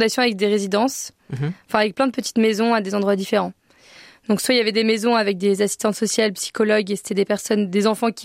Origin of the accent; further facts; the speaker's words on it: France; en tant que Français, Européen